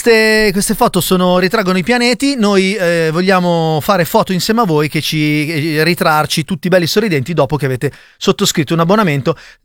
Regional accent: Lombardy, Italy; Io sono lombardo.

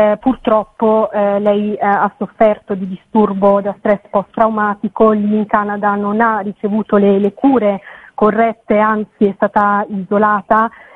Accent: Egypt; moved away as an adult; also born or lived in Italy / Cairo / Sinai; now in Milan, Italy; io sono nata in Italia e poi mi sono trasferita in Egitto con i miei genitori, che avevo praticamente 6 anni, e ho vissuto lì per 15 anni, quindi sono cresciuta in Egitto.

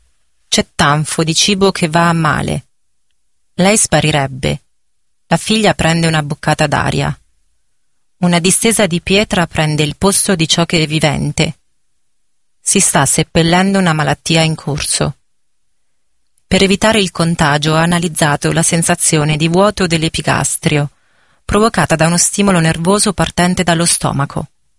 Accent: Sant'Elpidio a Mare, Marche, Italy; Sono delle Marche, di Sant'Elpidio a Mare, in provincia di Fermo.

